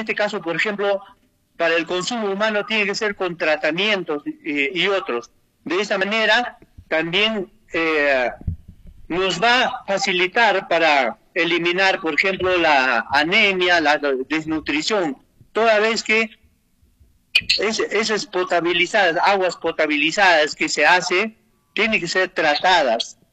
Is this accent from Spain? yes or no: no; Cusco, Peru; nuestra región Cusco